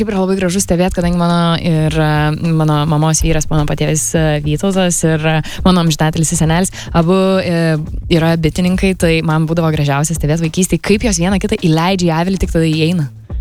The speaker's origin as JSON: {"language": "Lithuanian", "town": "Kaunas", "region": "Kaunas County", "country": "Lithuania", "said": "mes patys esam iš Kauno."}